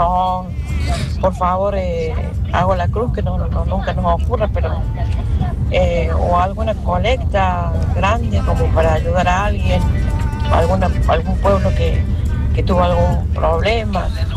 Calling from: Argentina; nos pueda unir como argentino.

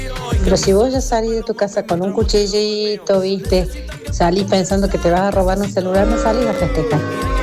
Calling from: Córdoba, Argentina; de Jardín del Sur.

